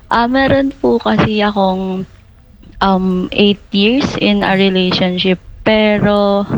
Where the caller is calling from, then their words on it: Teresa, Calabarzon, Philippines; Teresa Rizal po.